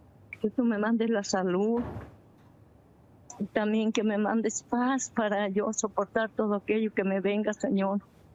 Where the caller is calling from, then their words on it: Santo Tomás de los Plátanos, State of Mexico, Mexico; Sí, soy del Estado de México, de aquí de Nuevo Santo Tomás de los Plátanos. Yo soy de aquí del Llano.